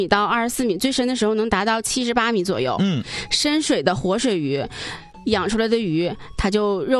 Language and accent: Chinese; Jilin City, Jilin, China